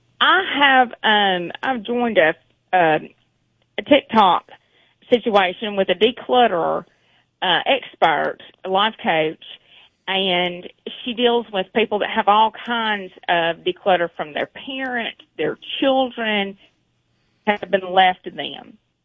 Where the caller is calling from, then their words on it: Alabama, United States; I'm from Alabama.